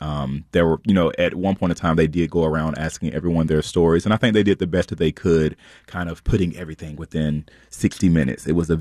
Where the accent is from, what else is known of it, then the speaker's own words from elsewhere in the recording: North Carolina, United States; I'm from North Carolina and I never saw Hillsborough being as progressive as I guess that it is now.